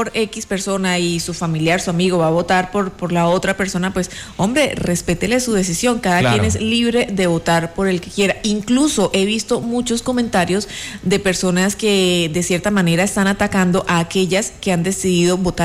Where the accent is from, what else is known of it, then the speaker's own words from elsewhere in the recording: Colombia; Voy a participar en la jornada electoral porque soy colombiano, tengo el derecho a participar